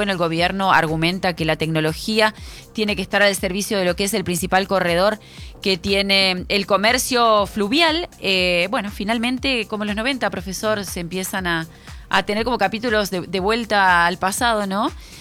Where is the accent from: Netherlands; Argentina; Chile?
Argentina